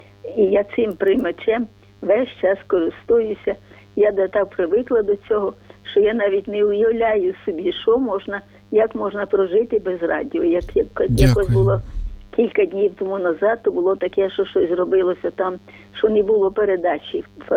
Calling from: Khmelnytskyi, Khmelnytskyi Oblast, Ukraine; Я з Хмельницького телефоную

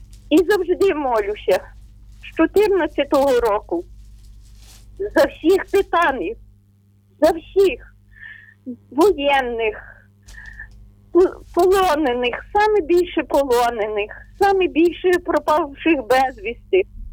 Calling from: Ternopil Oblast, Ukraine; Ми з України, Тернопільщина

